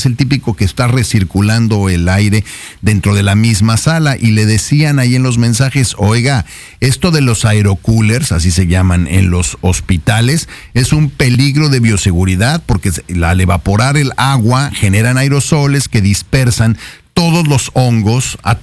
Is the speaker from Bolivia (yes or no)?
no; Mexico; no solo somos los mexicanos los ingeniosos